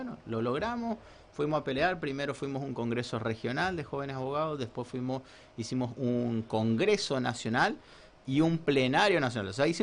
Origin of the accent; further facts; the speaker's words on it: Formosa, Argentina